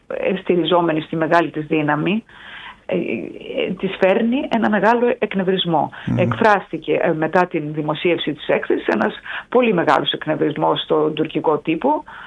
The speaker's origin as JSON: {"language": "Greek", "country": "Greece", "said": "Μιλάω ως Ελληνίδα ευρωβουλευτής."}